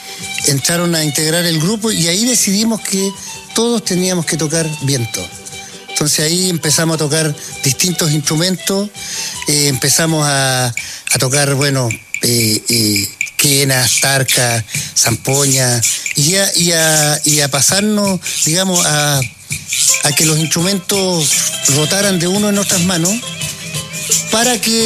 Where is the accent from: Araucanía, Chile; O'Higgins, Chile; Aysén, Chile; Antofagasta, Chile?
Antofagasta, Chile; somos de Antofagasta, vinculado a la Salitrera porque también … digamos, de los cuales en los inicios fuimos cuatro de los músicos, éramos cinco, cuatro éramos hermanos y venimos de la Salitrera